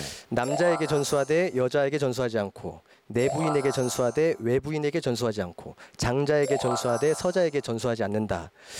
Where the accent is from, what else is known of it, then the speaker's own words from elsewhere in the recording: South Korea; 내가 한국인인데